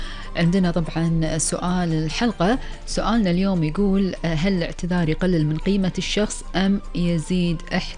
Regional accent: Kuwait; ديرتنا الحبيبة الكويت.

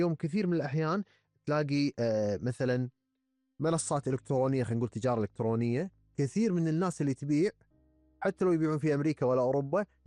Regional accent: Kuwait; إن نشارك إحنا من الكويت كمشاريع تجارية نفس التجار الأوليين

